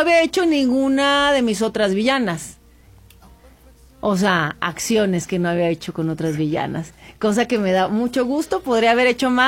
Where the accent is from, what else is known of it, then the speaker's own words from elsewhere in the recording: northern Mexico, Mexico; como buena norteña, pues somos de frente, ¿sabes? Somos personas directas de frente.